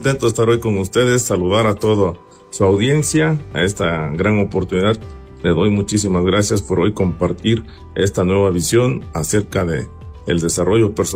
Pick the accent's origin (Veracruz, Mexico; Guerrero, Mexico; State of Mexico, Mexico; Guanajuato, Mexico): Guerrero, Mexico; Tlapa de Comonfort; born there; Yo soy del 6 de abril de 1988. Y para ello, en el lugar donde nacimos, aquí en Tlapa de Comonfort, Guerrero